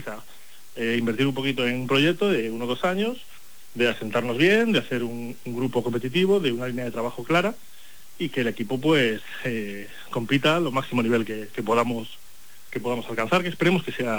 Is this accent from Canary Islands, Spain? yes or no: no; Vigo, Galicia, Spain; moved away; also born or lived in Andalusia / Melilla; yo llevo muchos años estando bastante lejos de mi casa, sabes que yo soy de Vigo